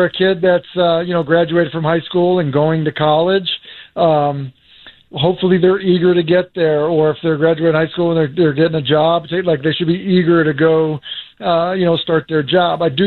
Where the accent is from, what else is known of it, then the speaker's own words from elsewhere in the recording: Massachusetts, United States; Like, I grew up in Massachusetts, went to Boston College.